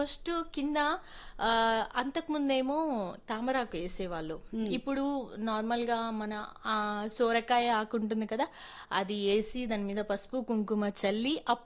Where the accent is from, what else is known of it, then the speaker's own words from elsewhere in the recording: Ammanabolu, Telangana, India; born there; now in Hyderabad, India; నేను పుట్టింది అమ్మనబోలు గ్రామం, నార్కట్పల్లి మండలం అమ్మనబోలు గ్రామం, నల్గొండ జిల్లా పుట్టింది. తండ్రి ఆర్టీసీ డ్రైవర్.